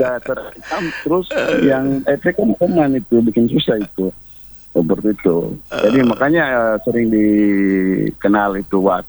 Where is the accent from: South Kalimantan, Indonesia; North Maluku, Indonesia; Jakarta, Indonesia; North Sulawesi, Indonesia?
North Sulawesi, Indonesia; Tahuna; Ataupun kita orang Tahuna lah. Orang Tahuna.